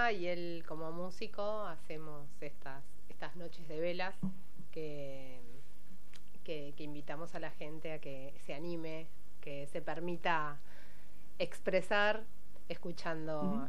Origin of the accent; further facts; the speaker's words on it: Buenos Aires Province, Argentina; Este es el barrio donde yo nací, fui a la escuela 84, fui abanderada de la escuela 84, y al jardincito que está por acá.